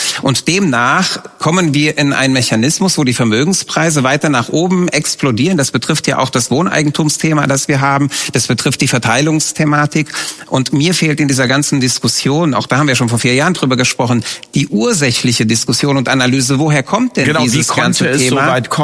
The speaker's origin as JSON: {"language": "German", "country": "Romania", "tie": "born or raised there", "moved": "yes", "said": "Ich bin Kind des Kommunismus, ich bin in der Unfreiheit aufgewachsen, ich bin in Rumänien geboren und ich habe 89 die Wende dort miterlebt"}